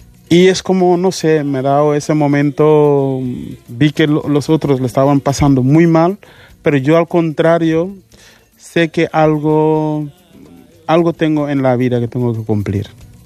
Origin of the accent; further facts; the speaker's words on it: Senegal; Y yo, por defecto, soy de Senegal, pero la mitad de mi familia es gambiana.